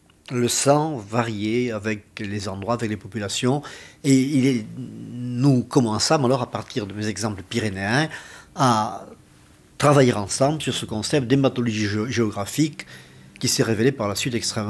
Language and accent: French; Southern France, France; accent: Midi; Moi, j'arrivais très intimidé avec mon accent du Midi. Vous savez, je ne connaissais pas Paris, je me perdais dans le métro.